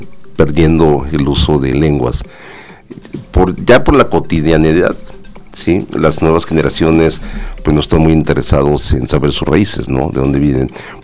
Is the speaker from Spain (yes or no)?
no; Mexico; Esta lengua, pues, que nos ha definido como mexicanos